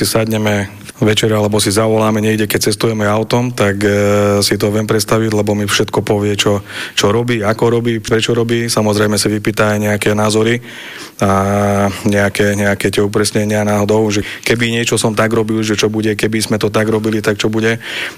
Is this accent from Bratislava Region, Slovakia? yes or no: no; Moldava nad Bodvou, Košice Region, Slovakia; moved away as an adult; also born or lived in Nitra; ja som sa dostal na strednú poľnohospodársku školu v Moldave, takže ja si myslím, že celé to detstvo do tých 18 rokov som strávil v Moldave, takže som neodcestoval do Košic alebo niekde inde na strednú školu.